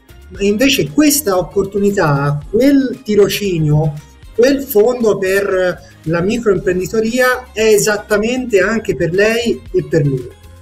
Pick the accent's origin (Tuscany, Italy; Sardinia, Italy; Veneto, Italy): Tuscany, Italy; parlare anche a ragazzo di provincia come me, vengo da un piccolo borgo della Toscana, forse si sente dal mio accento